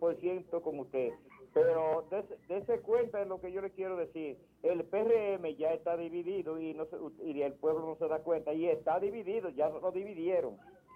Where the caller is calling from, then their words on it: Dominican Republic; somos dominicanos